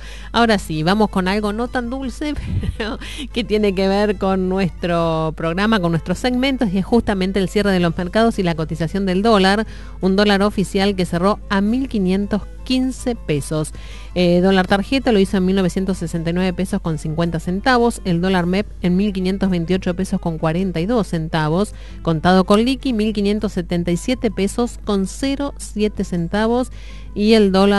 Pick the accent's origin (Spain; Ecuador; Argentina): Argentina; Realmente es algo maravilloso que nos tocó tener como argentinos.